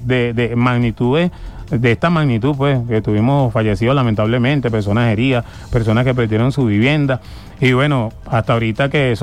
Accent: Venezuela; eso somos los venezolanos.

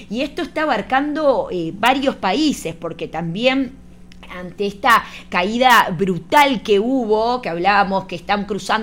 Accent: Uruguay; now in Caracas, Venezuela; soy uruguaya pero vivo acá en Caracas, Venezuela

